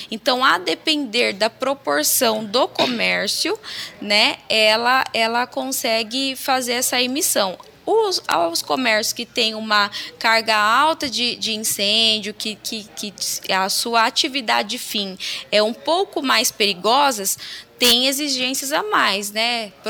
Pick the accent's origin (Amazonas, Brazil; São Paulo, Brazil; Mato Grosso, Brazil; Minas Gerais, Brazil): Mato Grosso, Brazil; enquanto mato-grossense